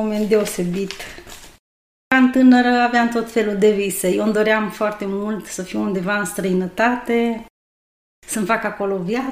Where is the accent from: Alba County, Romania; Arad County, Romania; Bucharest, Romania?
Arad County, Romania; Pâncota; Vin din orașul Pâncota, județul Arad, provin dintr-o familie de creștini.